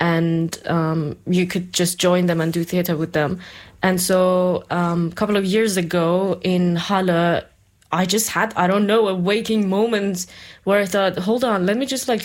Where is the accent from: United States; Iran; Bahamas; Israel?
Iran; English is a second language; now in Germany; I'm from Iran and I used to do theater back in Iran as a child growing up.